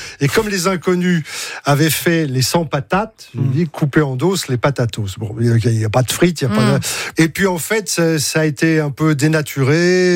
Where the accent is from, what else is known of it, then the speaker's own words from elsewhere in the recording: Paris, Île-de-France, France; Parce que moi, je suis un Parigot. Je suis un Parigot.